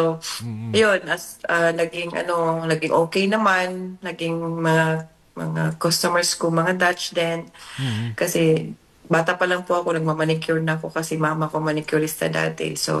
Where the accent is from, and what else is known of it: Eastern Visayas, Philippines; moved away